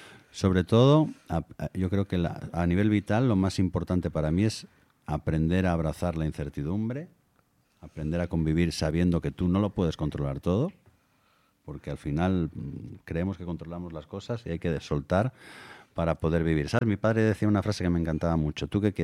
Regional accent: Asturias, Spain; porque al final somos asturianos y tenemos que, aunque haya rivalidad, tenemos que dignificar esa rivalidad

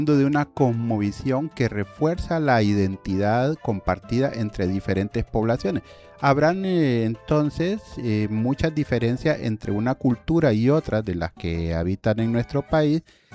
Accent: Honduras

